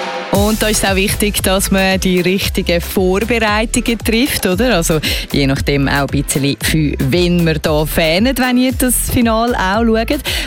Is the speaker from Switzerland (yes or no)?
yes; Switzerland; Aber wahrscheinlich ist man am Abend um 9 Uhr bei uns in der Schweiz eh nicht mehr so viel.